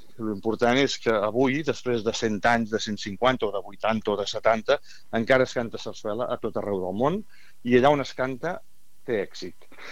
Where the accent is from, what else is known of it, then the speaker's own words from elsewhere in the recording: Catalonia, Spain; perquè penso, ostres, com a català o espanyol, si a vegades n'he representat més a Espanya, doncs em veig amb l'obligació de fer-ho